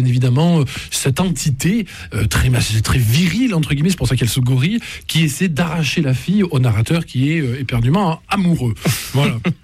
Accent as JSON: {"language": "French", "town": "Toulouse", "region": "Occitanie", "country": "France", "said": "Oui, on est Toulousain."}